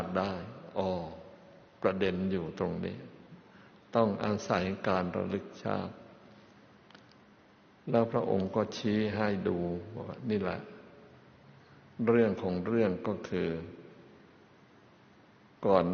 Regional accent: Kanchanaburi, Thailand; born or raised there

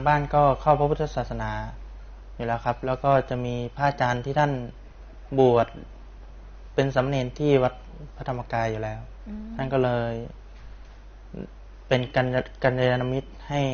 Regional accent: Maha Sarakham, Thailand; born there; หลวงพี่เป็นคนเป็นเกิดที่จังหวัดมหาสารคามแล้วก็ปกติจะทางบ้านก็เข้าพระพุทธศาสนาอยู่แล้วครับ

